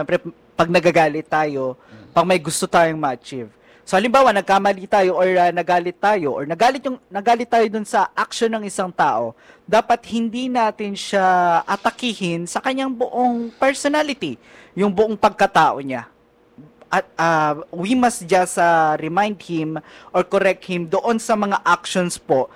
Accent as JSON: {"language": "Tagalog", "region": "Ilocos Region", "country": "Philippines", "said": "Halimbawa sa amin sa Pangasinan, akala ng mga tao galit na kami."}